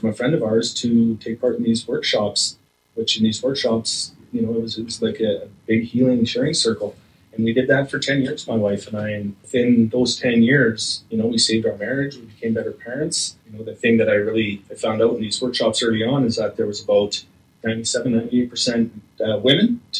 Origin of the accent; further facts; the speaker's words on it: Slave Lake, Alberta, Canada; also born or lived in St. Paul, Alberta / Edson; I was born in St. Paul, Alberta, and you know, I'm the youngest of seven, and spent about 4 years in St. Paul before we moved to Edson for a year, and then my dad got transferred to Slave Lake, and that's where I grew up.